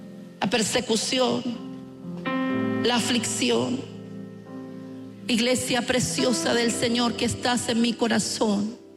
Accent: Chile; Es como cuando nosotros, como chilenos, lo expresamos: oye, no salí de una cuando entré en otra.

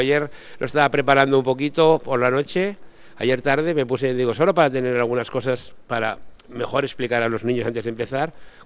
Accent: Binéfar, Aragon, Spain; procedo de Binefar y soy binefarense

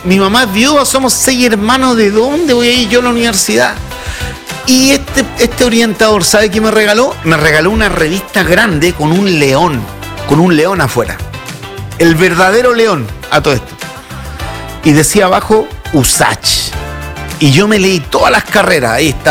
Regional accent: Chillán, Ñuble, Chile; Yo soy de Chillán y yo llegué a la universidad

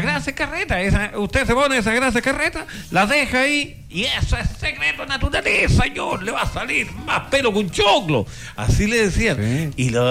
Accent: Peumo, O'Higgins, Chile; Yo de Peumo, peumino.

